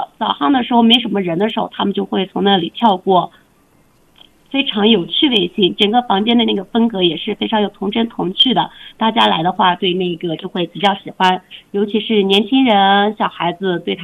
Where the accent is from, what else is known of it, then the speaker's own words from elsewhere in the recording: Xinjiang, China; moved away as an adult; now in Ili, China; 我是嫁到伊犁来的，我本身不是这个地方土生土长的人，然后我们家属于南疆，它是更多的是人文风情以及沙漠戈壁这样的景观，以及雅丹地貌呀这些的，比较大开大合。